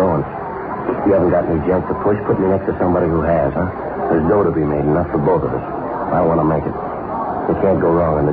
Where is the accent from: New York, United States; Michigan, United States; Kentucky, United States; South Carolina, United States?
Michigan, United States; Detroit; No, Detroit.